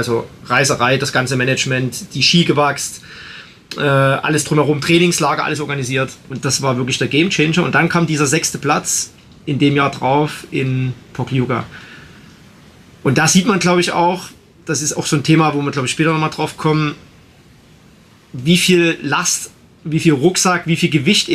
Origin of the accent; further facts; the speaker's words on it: Belgium; ich bin als Belgier auf Nummer 1 ins Ziel gekommen